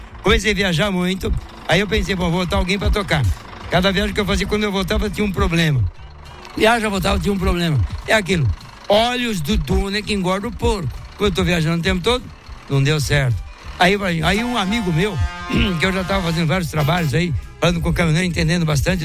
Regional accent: São Paulo, Brazil; É que São Paulo, sou de São Paulo.

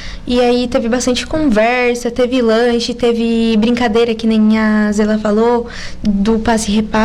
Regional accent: Sapucaia do Sul, Rio Grande do Sul, Brazil; now in Araranguá, Brazil; Eu vim lá de Sapucaí do Sul.

